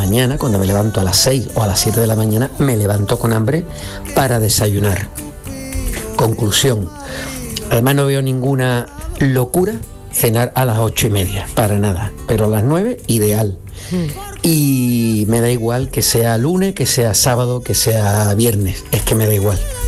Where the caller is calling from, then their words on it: Cádiz, Andalusia, Spain; de Cádiz.